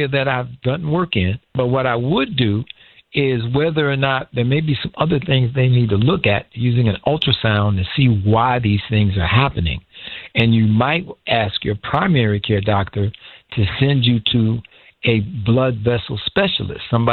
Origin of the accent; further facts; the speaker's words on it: Inglewood, California, United States; I grew up in Inglewood, and neither of my parents got past high school.